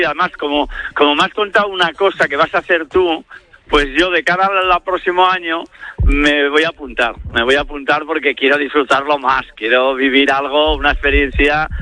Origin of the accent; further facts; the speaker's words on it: Spain; ¿cómo nos van a decir que nosotros somos racistas los españoles?